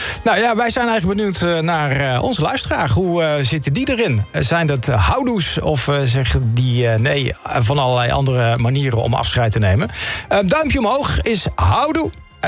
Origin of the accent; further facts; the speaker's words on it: North Brabant, Netherlands; Ik ben wel echt een Brabander